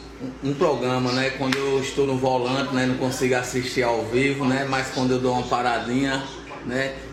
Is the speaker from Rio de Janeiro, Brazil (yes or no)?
no; Caruaru, Pernambuco, Brazil; Sou de Caruaru, né? Mas hoje eu estou em São Gonçalo do Amarante, no Ceará.